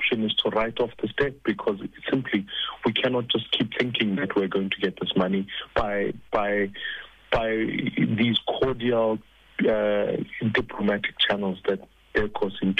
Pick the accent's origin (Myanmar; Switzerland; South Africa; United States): South Africa; we felt that we can't bail out SAA as a South African people